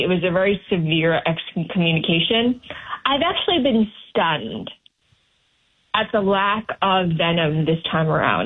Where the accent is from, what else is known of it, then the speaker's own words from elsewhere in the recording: Sheffield, Yorkshire and the Humber, United Kingdom; now in United States; The United States, yeah. Sheffield, England.